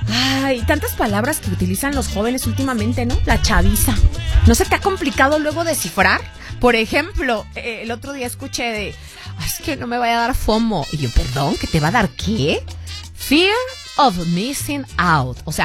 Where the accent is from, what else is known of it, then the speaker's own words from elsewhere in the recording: Mexico; O sea, somos mexicanos y todo en inglés.